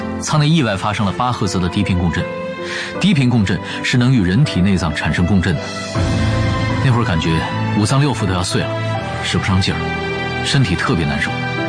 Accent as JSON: {"language": "Chinese", "country": "China", "said": "作为一个中国人来讲"}